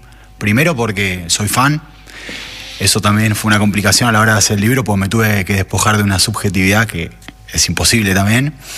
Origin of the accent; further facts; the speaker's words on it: Buenos Aires, Argentina; Yo viví toda mi vida en el barrio del Abasto